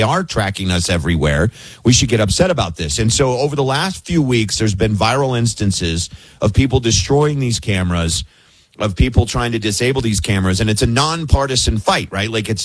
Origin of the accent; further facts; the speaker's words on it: Kentucky, United States; I'm now on the air in Louisville, Kentucky, my home state.